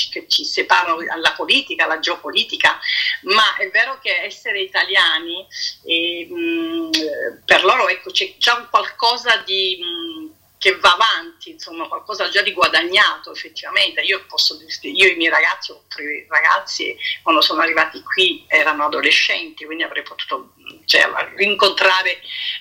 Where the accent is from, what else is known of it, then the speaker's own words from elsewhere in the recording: Naples, Campania, Italy; moved away as an adult; also born or lived in Réunion / Brittany; now in Corsica, France; Io sono napoletana, io sono di Napoli